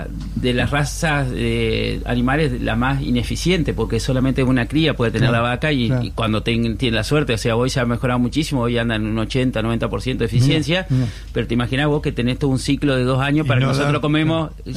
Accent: Viale, Entre Ríos, Argentina; born there; Yo soy nacido en Viale, a 50 kilómetros de la capital de la provincia de Entre Ríos, en Paraná, ahí en el centro oeste de nuestra querida provincia.

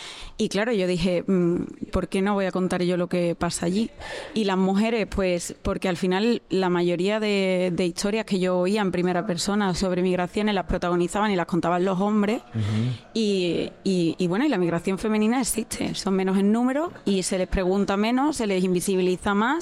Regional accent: Seville, Andalusia, Spain; now in Barcelona, Spain; Pues bueno, yo soy de Sevilla, yo soy andaluza, aunque vivo en Barcelona

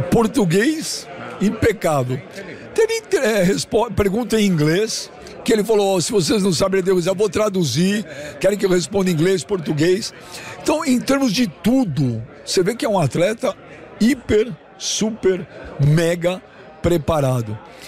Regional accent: Brazil; Apesar de eu estar aqui a trabalho, sou brasileiro

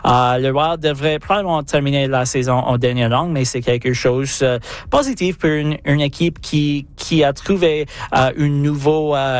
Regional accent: Edmonton, Alberta, Canada; born there; now in Calgary, Canada; Je suis né à Edmonton.

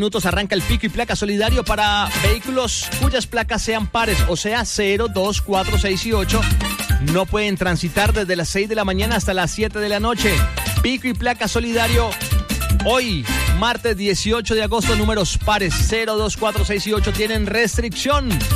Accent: Cali, Valle del Cauca, Colombia; como vallecaucanos, como caleños, como colombianos.

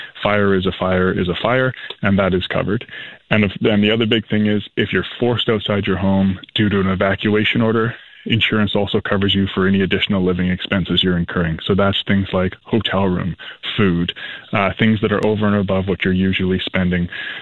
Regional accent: British Columbia, Canada; Yeah, I mean, you know, as a British Columbian, as probably any Canadian, this is horrifying, right?

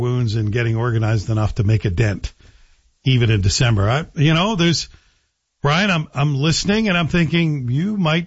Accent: Canada; As a Canadian, I just want a deal that we can live with.

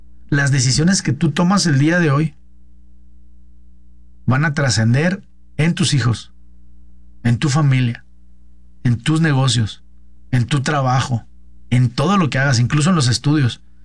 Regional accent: Mexico

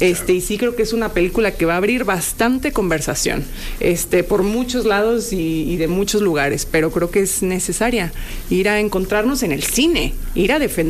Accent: Mexico; que sí reflejan quiénes somos los mexicanos, que sí reflejan nuestras problemáticas, nuestros deseos, nuestra identidad.

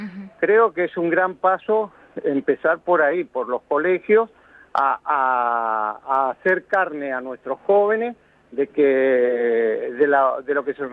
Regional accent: Mendoza, Argentina; now in Corrientes, Argentina; Yo como buen conocedor, primero porque soy mendocino, como dije al principio, y ahora porque hace por distintas circunstancias me terminé radicando en Corrientes

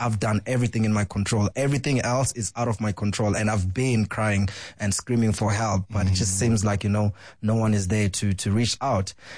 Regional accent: South Africa

